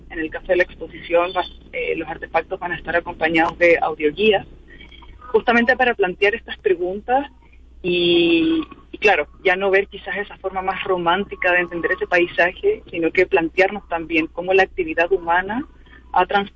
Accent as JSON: {"language": "Spanish", "town": "Santiago", "region": "Santiago Metropolitan Region", "country": "Chile", "said": "yo soy de Santiago"}